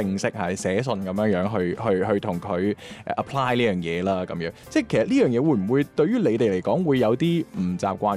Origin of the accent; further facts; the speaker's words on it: Guangzhou, Guangdong, China; 我自己作为广州人啦，即系我成日去香港出 trip 啊